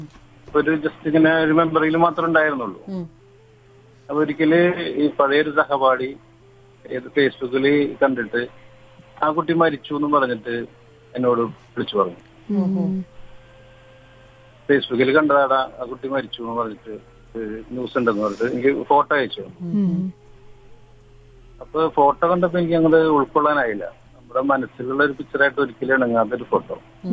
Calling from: Azhikode, Kerala, India; Azhikode.

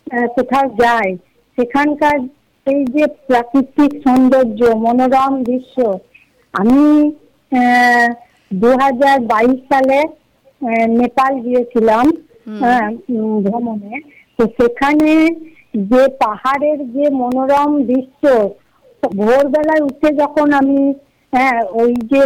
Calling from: West Bengal, India; বাড়ির বীরভূম থেকে

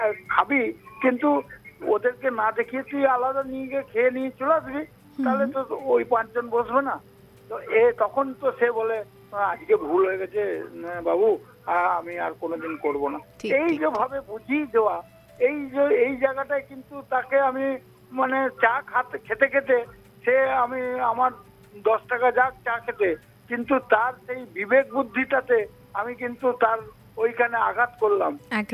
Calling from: Purba Bardhaman district, West Bengal, India; আমি পশ্চিমবঙ্গের পূর্ব বর্ধমান জেলার ভূতপুর থেকে

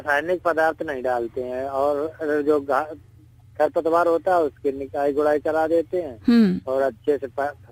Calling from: Akbarpur, Uttar Pradesh, India

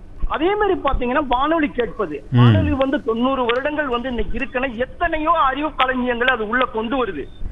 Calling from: Manakudi, Tamil Nadu, India

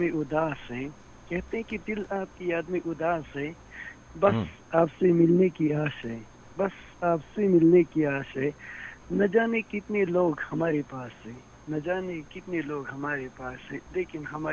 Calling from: Budgam district, Jammu and Kashmir, India; मैं कश्मीर से बात कर रहा हूँ, सेंट्रल कश्मीर से।

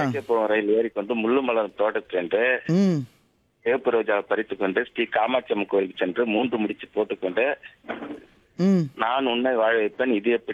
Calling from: Chengalpattu, Tamil Nadu, India; Chengalpattu, ID ….

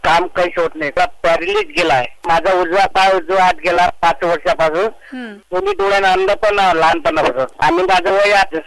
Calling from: Maharashtra, India; वलगड इथून बोलतोय

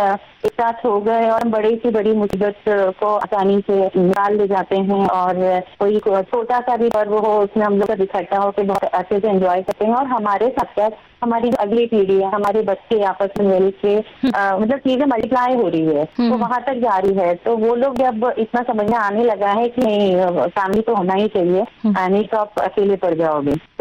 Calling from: Raipur, Chhattisgarh, India; मैं यहाँ रायपुर छत्तीसगढ़ से हूँ

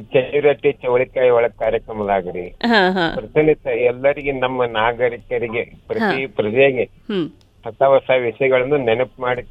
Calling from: Vijayapura, Karnataka, India

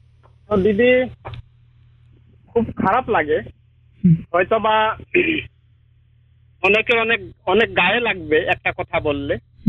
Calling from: Tripura, India

